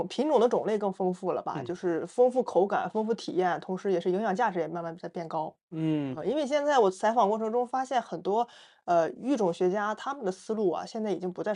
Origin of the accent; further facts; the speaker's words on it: Qingdao, Shandong, China; 因为我是海边长大的嘛，我是青岛人，在海边长大